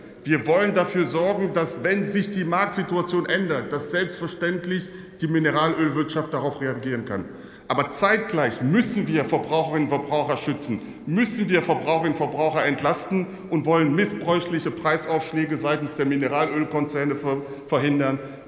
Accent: Saxony-Anhalt, Germany; aus meiner Heimat, aus Sachsen-Anhalt, wo ich aufgewachsen bin

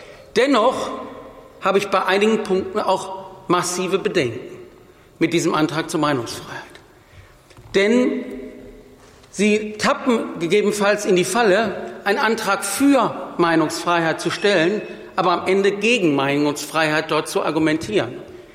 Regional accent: Wuppertal, North Rhine-Westphalia, Germany; Ich komme aus der Stadt Wuppertal.

